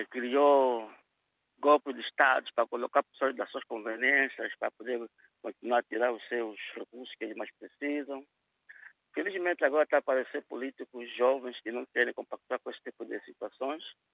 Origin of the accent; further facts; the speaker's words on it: Angola; como angolano que sou